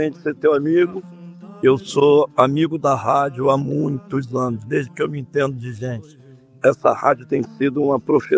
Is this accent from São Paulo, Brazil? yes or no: no; Rio de Janeiro, Brazil; eu tenho meus pés fincados no subúrbio, porque eu nasci em Madureira. Fui criado lá em cima no subúrbio, vaguei por muitos bairros ali, andei pela Sulacap, Malé, Oswaldo Cruz, Praça Seca, Itaquara, Freguesia.